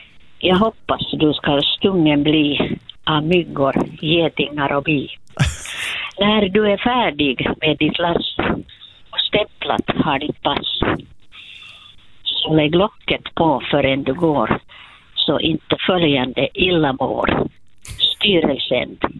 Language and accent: Swedish; Porvoo, Uusimaa, Finland; Jo, jag är hemma från Borgå, och vi hade ju en ute, och vi kallade det för tuppen.